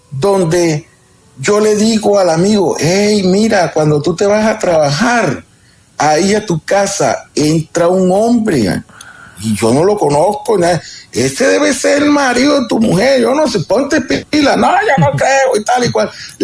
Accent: Colombia

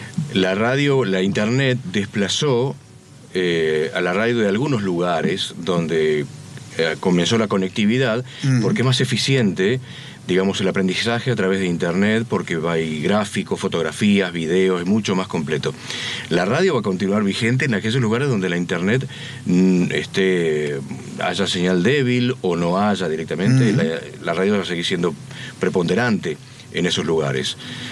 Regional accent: Argentina; moved away

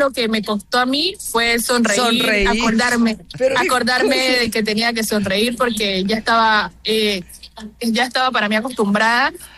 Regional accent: Colombia; Entonces es algo que siento que nos, como colombianos, nos representa mucho

